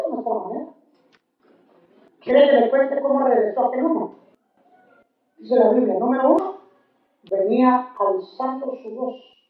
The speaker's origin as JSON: {"language": "Spanish", "country": "Guatemala", "moved": "yes", "said": "en mi país, Guatemala"}